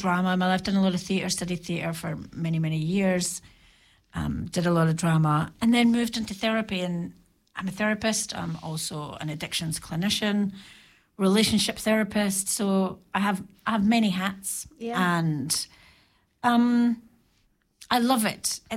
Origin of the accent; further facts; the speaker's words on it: Edinburgh, Scotland, United Kingdom; moved away as an adult; now in New Zealand; I mean, Irish family, but I come from Edinburgh